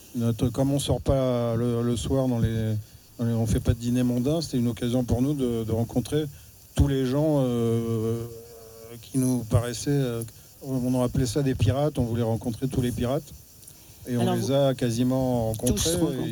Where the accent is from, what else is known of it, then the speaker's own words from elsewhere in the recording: Mauritius; je suis mauricien, moi.